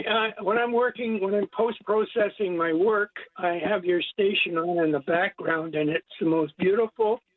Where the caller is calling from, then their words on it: Port Colborne, Ontario, Canada; From the lovely town of Port Colborne on the beautiful shores of Lake Erie.